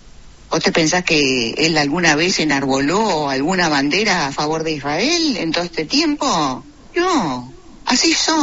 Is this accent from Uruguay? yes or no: yes; Uruguay; born there; Nosotros, los judíos que nacimos en Uruguay, que por ser judíos no significa que renunciemos a nuestra ciudadanía uruguaya, porque yo nací desde un punto de vista civil y legal en la República Oriental del Uruguay, eso me hace uruguaya